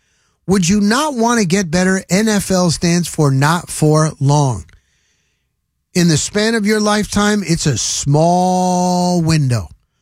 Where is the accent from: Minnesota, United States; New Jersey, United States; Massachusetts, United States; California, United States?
New Jersey, United States; moved away as an adult; also born or lived in Denver, Colorado; I grew up in New Jersey, okay? I started in this business in New Jersey.